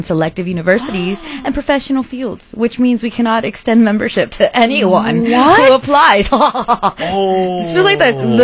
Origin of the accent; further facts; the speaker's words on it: the San Fernando Valley, California, United States; Growing up in the Valley